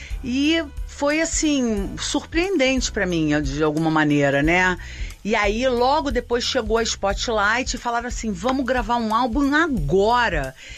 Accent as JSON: {"language": "Portuguese", "country": "Brazil", "said": "eu sou brasileira e eu fui muito confundida com várias nacionalidades, né?"}